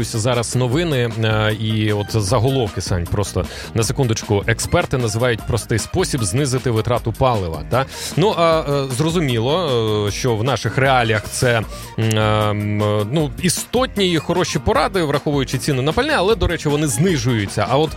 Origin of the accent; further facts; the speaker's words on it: Kherson, Kherson Oblast, Ukraine; Я ж з Херсону, а там всі хто?